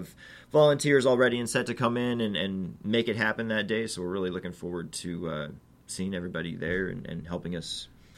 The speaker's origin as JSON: {"language": "English", "town": "Warrensburg", "region": "Missouri", "country": "United States", "tie": "born or raised there", "also_born_or_lived": "Cape Girardeau / Denver", "said": "I grew up here in Warrensburg"}